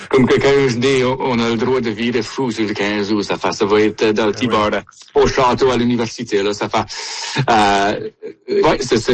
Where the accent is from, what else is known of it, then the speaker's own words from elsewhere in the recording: Baie Sainte-Marie, Nova Scotia, Canada; accent: Acadian French of Baie Sainte-Marie; notre accent à la Baie-Sainte-Marie, dans le sud-ouest de la Nouvelle-Écosse, c'est un peu potin comparé à le restant de la francophonie.